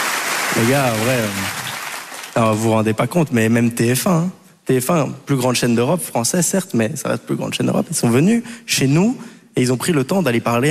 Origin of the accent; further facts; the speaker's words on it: Brussels, Brussels-Capital Region, Belgium; En plus de ça, moi je viens de Belgique, je viens de Bruxelles, très heureux de venir jouer en Suisse.